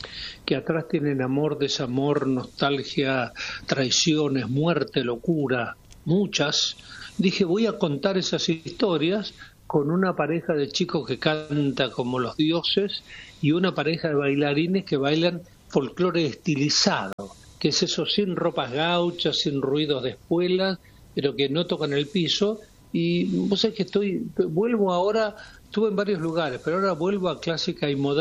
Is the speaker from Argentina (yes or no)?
yes; Patagonia, Argentina; moved away; Yo vengo de la Patagonia profunda y mi única compañía en la mitad del campo era la radio.